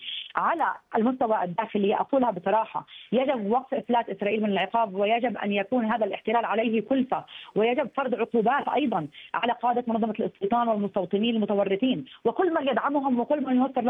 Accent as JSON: {"language": "Arabic", "country": "Palestine", "lives_now": "Ramallah, Palestine", "said": "أننا كفلسطينيين نعيش في الضفة الغربية في القدس وفي غزة"}